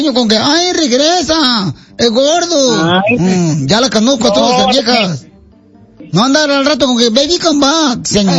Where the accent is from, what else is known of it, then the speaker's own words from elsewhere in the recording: Michoacán, Mexico; y yo soy de Michoacán, le quiero ayudar.